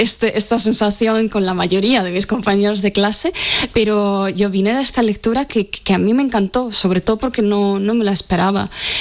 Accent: Russia; Spanish is a second language; esto para mí, siendo una rusa, aprender, entender, ¿no?, la literatura medieval en castellano me volaba la cabeza

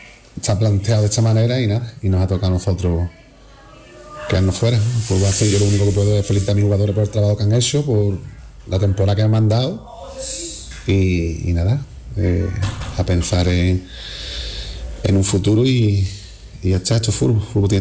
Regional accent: Jerez de la Frontera, Andalusia, Spain; me he sentido querido aquí en mi club, en mi tierra y nada, me jode no haber podido seguir a la eliminatoria e intentar ascender con el club de mi ciudad, pero bueno, el fútbol tiene estas cosas. Estoy seguro que Jerez

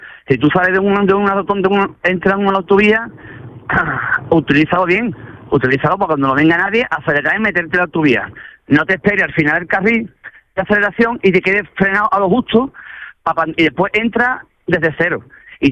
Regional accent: Jerez de la Frontera, Andalusia, Spain; Exacto. Yo soy de Jerez, claro.

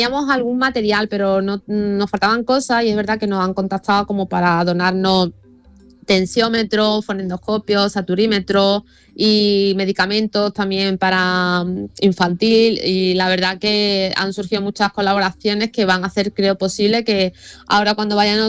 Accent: El Cerro de Andévalo, Andalusia, Spain; En mi pueblo tenéis vuestra casa.

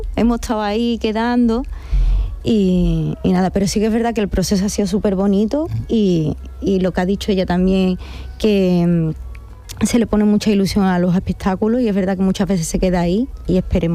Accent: Seville, Andalusia, Spain; Y no se puede hacer en Bienal de Sevilla, me da mucha pena porque es mi tierra. Tengo 49 años, es mi momento

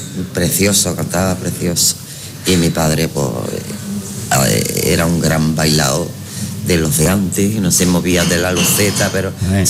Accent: Seville, Andalusia, Spain; Y a mí me tocó San Juan y yo me fui de Triana con 4 añitos y me crié en San Juan.

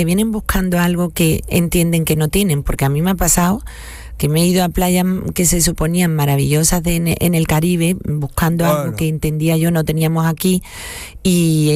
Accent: Andalusia, Spain; born there

